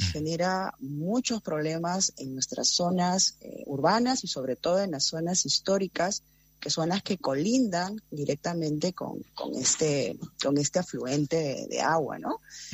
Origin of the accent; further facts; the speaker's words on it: Piura, Peru; darles a conocer un poquito mi ciudad. Yo soy originaria de ahí